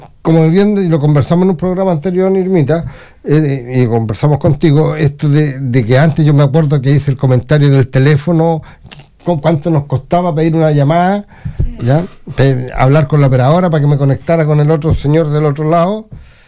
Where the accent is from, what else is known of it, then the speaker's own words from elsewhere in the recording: Chile; nosotros como chilenos tenemos un desarrollo